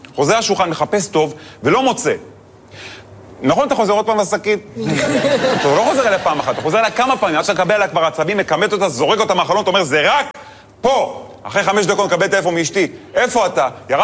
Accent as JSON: {"language": "Hebrew", "town": "Netanya", "region": "Central District", "country": "Israel", "tie": "born or raised there"}